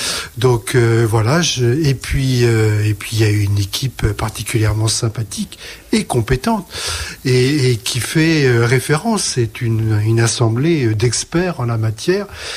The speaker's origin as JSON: {"language": "French", "region": "Centre-Val de Loire", "country": "France", "tie": "born or raised there", "moved": "as an adult", "lives_now": "Poitou-Charentes, France", "said": "je suis arrivé en région Poitou-Charentes, puisque je suis originaire normalement du Val-de-Loire."}